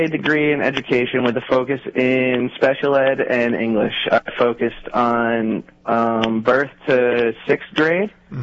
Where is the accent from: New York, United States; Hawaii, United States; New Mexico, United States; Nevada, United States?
New York, United States; Rocky Point; Oh, well, growing up in New York, you know, you got to be a fan of Derek Jeter.